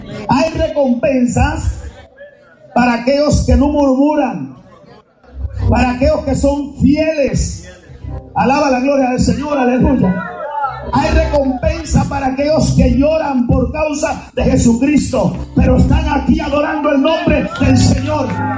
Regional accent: Guatemala

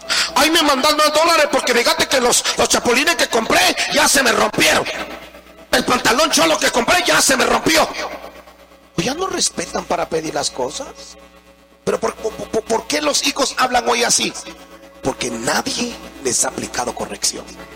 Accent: Guatemala; yo sé que soy guatemalteco, que no me gusta bailar el son, pero que sí soy guatemalteco original, pura sangre de Guatemala.

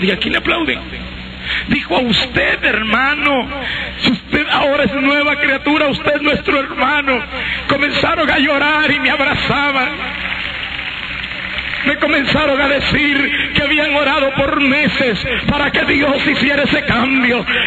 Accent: Guatemala; born there; Fui a mi pueblo a ver a mi padre.

